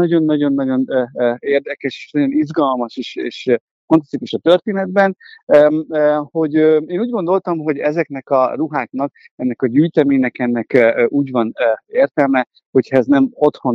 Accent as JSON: {"language": "Hungarian", "town": "Orosháza", "region": "Békés", "country": "Hungary", "said": "Valóban én Orosházi vagyok, és én 1993-ban kezdtem el dolgozni a mentőszolgálatnál."}